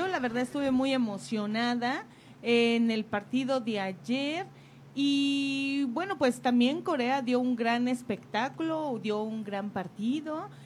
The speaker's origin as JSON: {"language": "Spanish", "country": "Mexico", "said": "ayer el triunfo de México como mexicanos."}